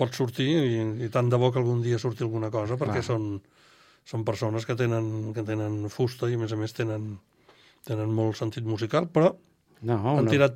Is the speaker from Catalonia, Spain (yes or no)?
yes; Barcelona, Catalonia, Spain; born there; Vaig néixer a Barcelona i he viscut a fora per estudis i tal, però sí, sóc de Barcelona i visc a Barcelona. Sóc dels privilegiats que visc a Barcelona.